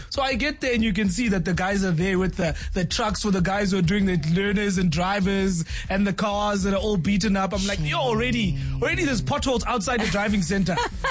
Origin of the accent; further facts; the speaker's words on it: Durban, KwaZulu-Natal, South Africa; moved away as an adult; now in Johannesburg, South Africa; As you know, I'm from Durban.